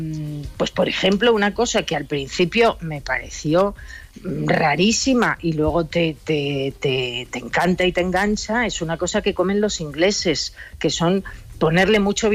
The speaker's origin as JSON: {"language": "Spanish", "region": "Castile", "country": "Spain", "said": "Pero los valencianos nos sorprendieron con unos bocatas, para los que somos castellanos, que nos sorprenden"}